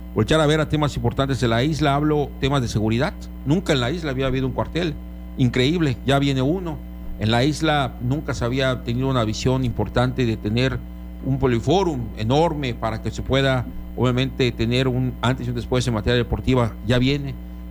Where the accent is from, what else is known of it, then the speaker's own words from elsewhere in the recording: Cozumel, Quintana Roo, Mexico; Yo nací en Cozumel, estudié mi kinder en Rosauro Zapata, estudié mi primaria en la Adelfo Escalante, mi secundaria en la Andrés Quintana Roo, mi preparatoria en el Colegio de Bachilleres, me tocó estudiar en la Universidad de Quintana Roo